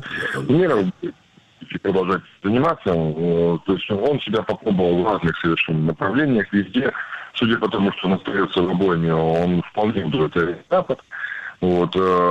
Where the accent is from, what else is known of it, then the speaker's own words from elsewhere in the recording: Kyiv, Ukraine; moved away as an adult; also born or lived in Zhytomyr, Ukraine; я сам там жил, да, я в Житомире родился, в Киеве, вырос, ну, до момента, пока Майдан не победил в 2014 году.